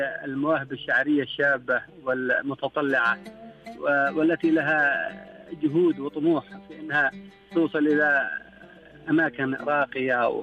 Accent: Dhofar, Oman

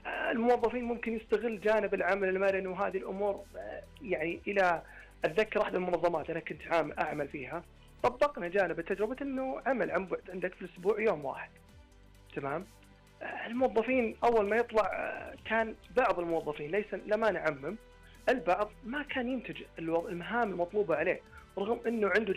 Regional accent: Saudi Arabia; وفي جهات عندنا في السعودية ترى مطبقتها برضو كذلك والعملية ناجحة،

